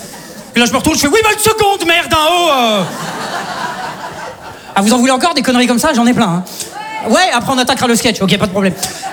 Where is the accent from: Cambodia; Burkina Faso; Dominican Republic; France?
France; Saint-Étienne, Auvergne-Rhône-Alpes; Moi, je viens de Saint-Étienne. Globalement, chez nous, t'as faim, tu prends une arbalète, tu vas chasser, ça s'arrête là, quoi.